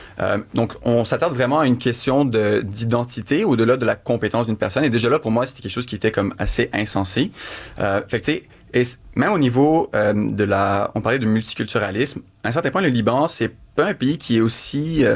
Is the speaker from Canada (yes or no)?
yes; Montreal, Quebec, Canada; moi, je suis né ici. Effectivement, je me considère vraiment un Québécois-Canadien. J'ai vécu à Montréal toute ma vie. Mes parents sont Libanais d'origine.